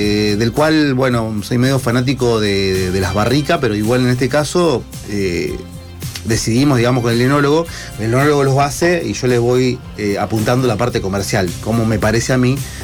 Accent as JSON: {"language": "Spanish", "town": "Bouquet", "region": "Santa Fe", "country": "Argentina", "moved": "as an adult", "lives_now": "Rosario, Argentina", "said": "yo digo siempre que soy de Bouquet, pero vivo en Rosario. Y hace 30 años que vivo acá en Rosario, ¿no? Y cada vez que voy a algún lado siempre nombro el pueblo, ¿no?"}